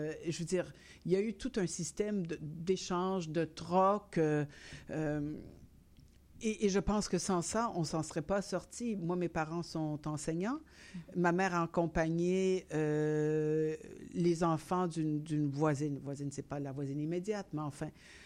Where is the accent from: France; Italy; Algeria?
Italy; northern Italy; Donc, ma mère n'avait pas ses recettes. On vient du nord de l'Italie.